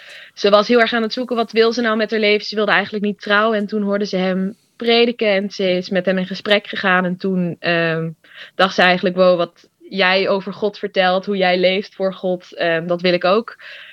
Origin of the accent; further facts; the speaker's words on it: North Holland, Netherlands; Ik ben 21. Ik kom uit Noord-Holland.